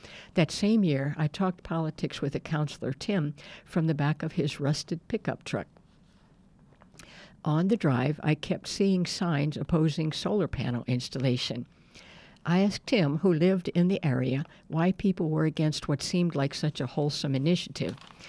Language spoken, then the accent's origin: English; Columbus, Ohio, United States; I've lived in Ohio for most of my life. I grew up in Columbus, and I returned to a rural Ohio summer camp annually.